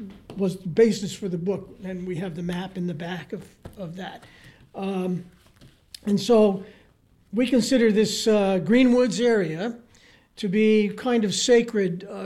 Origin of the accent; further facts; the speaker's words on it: Sandisfield, Massachusetts, United States; and I'm from Sandusfield at neighboring towns.